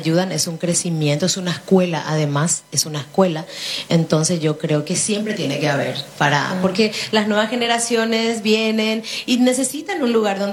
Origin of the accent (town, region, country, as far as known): Paraguay